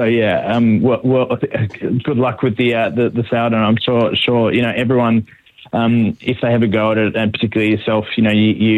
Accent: Sydney, New South Wales, Australia; also born or lived in Melbourne; Well, yeah, I was living in Sydney. I'm from Sydney originally.

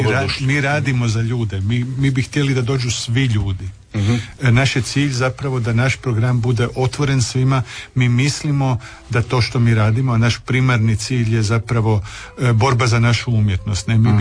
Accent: Croatia; ja dolazim iz Hrvatske.

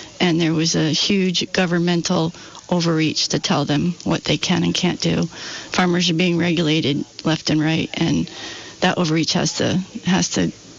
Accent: Cornwall, Vermont, United States; I was born and raised in Vermont. I grew up on my family dairy farm in Cornwall.

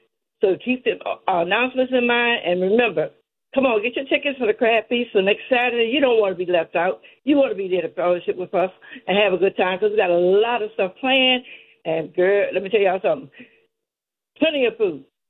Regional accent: Maryland, United States; I'm from Maryland, and that's why I love the crabs.

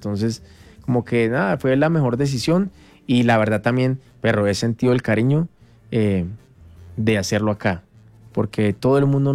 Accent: Colombia; Me iba a casar en México. Sí, me iba, pero bueno, en últimas pensé en mi tierra.

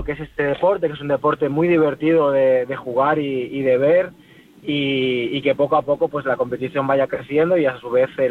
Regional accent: Galicia, Spain; somos 5 gallegos

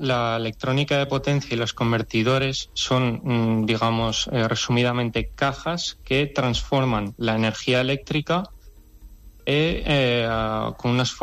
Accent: Zaragoza, Aragon, Spain; born there; Yo ya nací aquí en Zaragoza.

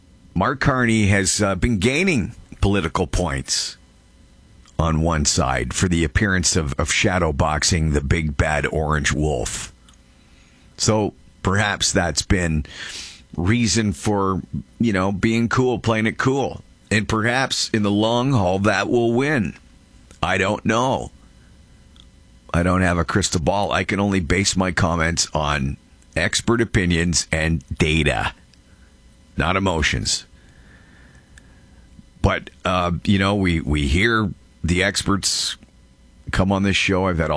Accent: Canada; well, we're all Canadian taxpayers. We all love our country, and we all want the best for Canada.

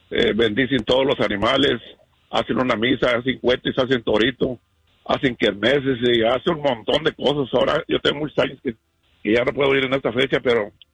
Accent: Villa Morelos, Jalisco, Mexico; Se llama un ranchito, se llama Villa Morelos, Jalisco, México.

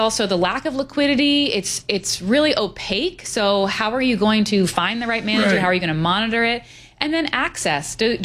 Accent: New Jersey, United States; now in Austin, United States; I'm from New Jersey, so I'm a local, but I've been in Austin for over a decade.

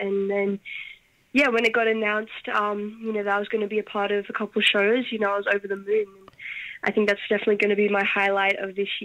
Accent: Moree, New South Wales, Australia; I'm from my hometown, Moree. That's where I am at the moment. And, you know, I come from the Gomilaroi people. I'm a very, very, very, very proud Gomilaroi girl.

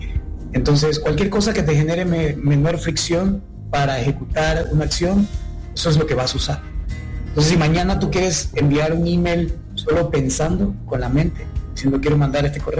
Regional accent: Ecuador; yo soy originalmente de Ecuador

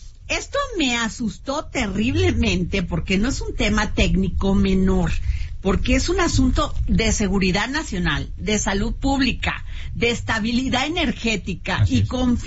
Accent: Veracruz, Mexico; en Veracruz, a una hora de donde yo nací.

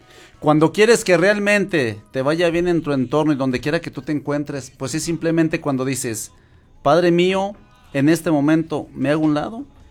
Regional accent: Zacatecas, Mexico; el día de hoy somos zacatecanos, el día de hoy nos congregamos, nos juntamos acá en la Basílica de la Santísima Virgen de Guadalupe

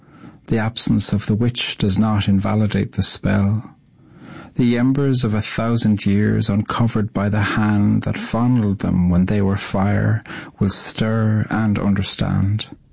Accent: Ireland; I'm an Irish poet.

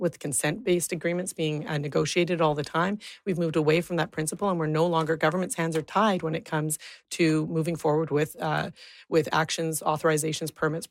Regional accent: British Columbia, Canada; together as British Columbians

